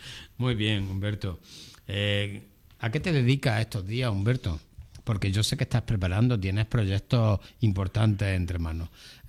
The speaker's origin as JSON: {"language": "Spanish", "country": "Spain", "said": "yo te agradezco como español este canto"}